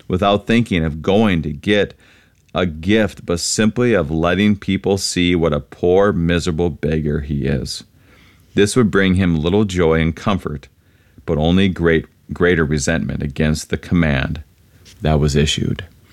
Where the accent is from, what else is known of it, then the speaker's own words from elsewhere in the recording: Wadena, Minnesota, United States; moved away; the church that I grew up at in St. John and Wadena.